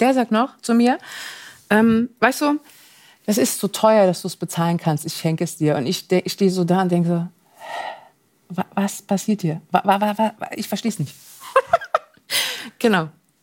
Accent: East Germany, Germany; Nee, natürlich nicht. Ich komme aus dem Osten.

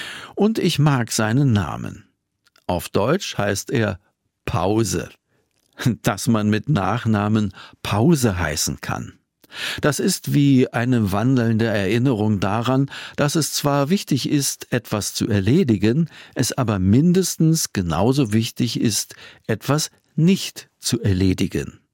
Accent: Kramfors, Västernorrland County, Sweden; moved away; Ich nenne Kramfors mein Zuhause, obwohl ich seit über 40 Jahren nicht mehr dort wohne.

